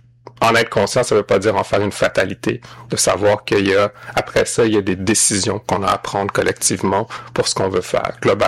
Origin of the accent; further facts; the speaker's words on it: Quebec, Canada; also born or lived in Haiti; je suis d'origine haïtienne, je suis né en Haïti, mais je me suis retrouvé très tôt en orphelinat dans ma petite enfance, qui m'a amené à être parrainé puis finalement adopté par un couple de Québécois francophones